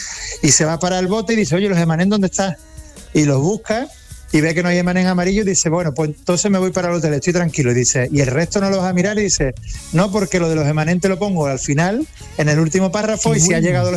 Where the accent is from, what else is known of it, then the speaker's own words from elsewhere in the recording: Seville, Andalusia, Spain; porque tenemos muchas ganas de, como sevillana, también tenerla en la Plaza de España.